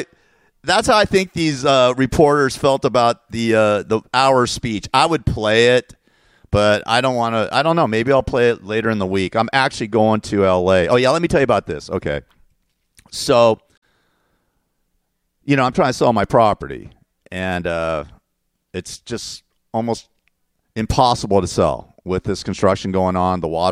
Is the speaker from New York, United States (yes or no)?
no; Los Angeles, California, United States; now in Inland Empire, United States; You know, I grew up in the San Fernando Valley. I grew up in Tarzana and Woodland Hills.